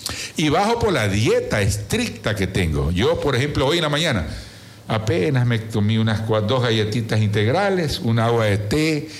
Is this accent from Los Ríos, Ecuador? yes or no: yes; Quevedo, Los Ríos, Ecuador; yo sí creo que tengo un compromiso con mi tierra.